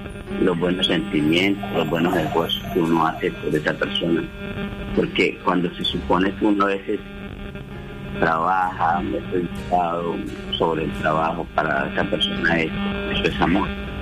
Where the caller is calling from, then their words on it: Santa Marta, Magdalena, Colombia; Yo soy de Santa Marta, pero en una parcela, en una oficina, a unos 20 minutos del casco urbano, ¿no?